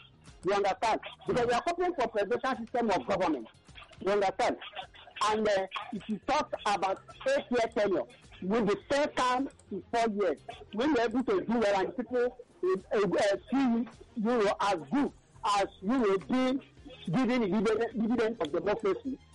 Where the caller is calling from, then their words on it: Abuja, Federal Capital Territory, Nigeria; I'm calling from Abuja, Kofi.